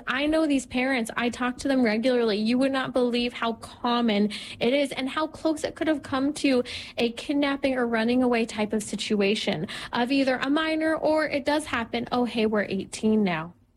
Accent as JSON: {"language": "English", "region": "California", "country": "United States", "said": "I was just looking at the stats from my home state of California"}